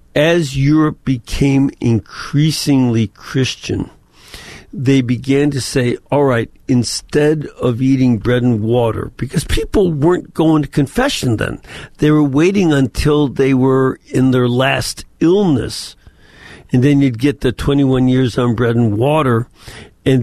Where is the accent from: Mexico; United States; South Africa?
United States; Chicago, Illinois; moved away; I'm from Chicago originally.